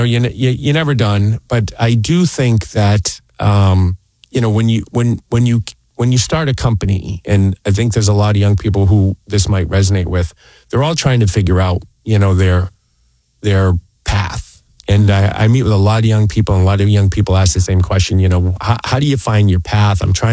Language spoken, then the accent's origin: English; Bristol, Connecticut, United States; I grew up in Bristol, Connecticut